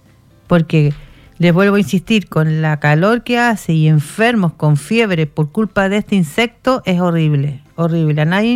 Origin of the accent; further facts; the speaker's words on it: Chile; somos chilenos.